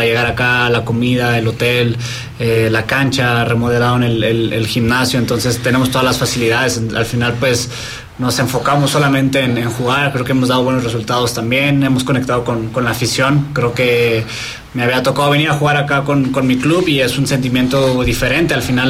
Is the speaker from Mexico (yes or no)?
yes; Mexico